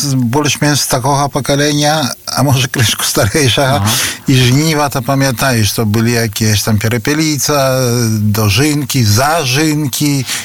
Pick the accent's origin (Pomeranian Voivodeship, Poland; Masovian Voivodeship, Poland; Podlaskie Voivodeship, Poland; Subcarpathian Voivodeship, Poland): Podlaskie Voivodeship, Poland; Orla; Na Łokince u nas na Orlance w Orli